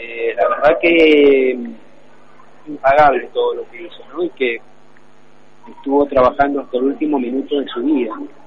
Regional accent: San Martín, Argentina; vengo de San Martín precisamente

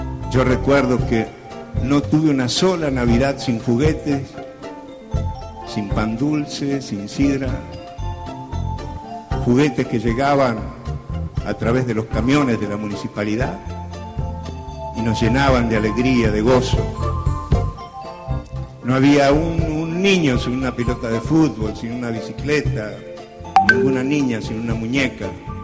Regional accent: Luján de Cuyo, Mendoza, Argentina; moved away; Cuando yo era pibe, cuando yo era niñito allá en Luján, en Luján de Cuyo

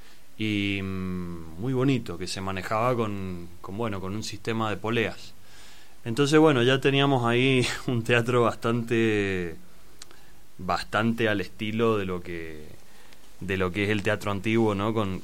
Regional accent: San Martín, Buenos Aires Province, Argentina; Yo soy de San Martín

